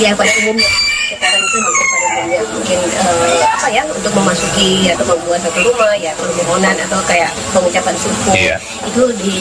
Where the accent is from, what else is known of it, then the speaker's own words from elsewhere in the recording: Biak, Papua, Indonesia; Dan itu kalau kami dari Biak itu kadang yang masih menjadi salah satu yang kental itu adalah kepercayaan kepada leluhur-leluhur kami.